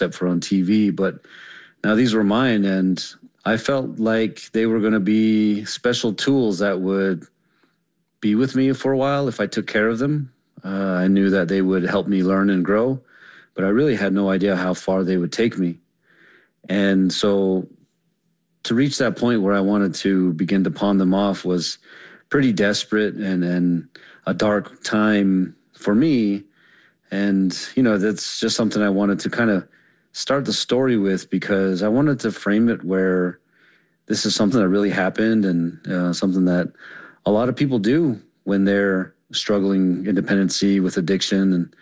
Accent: Whiteriver, Arizona, United States; I was born in White River, Arizona. It's a little town of maybe 12,000 people. It's the main center of the White Mountain Apache tribe. I was born at the Indian Health Service

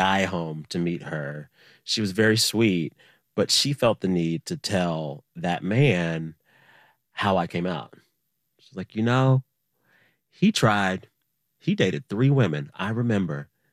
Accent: Texas, United States; I had folks in my life growing up in South Texas, very religious.

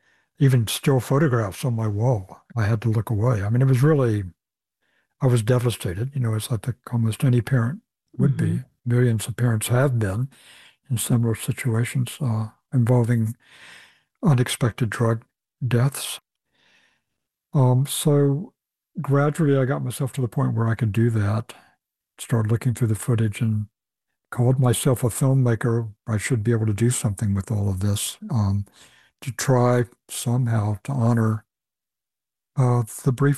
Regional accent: the South, United States; I grew up in the South and it's a land where people tell stories

